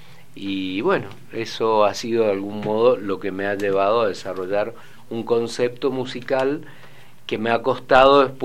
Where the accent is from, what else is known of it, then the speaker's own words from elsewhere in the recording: Mendoza, Argentina; yo soy de aquí, de Mendoza, un ciudadano, sería lacerino.